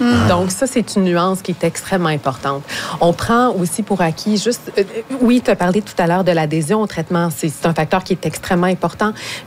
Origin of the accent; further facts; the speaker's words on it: Montreal, Quebec, Canada; même si je viens de Montréal.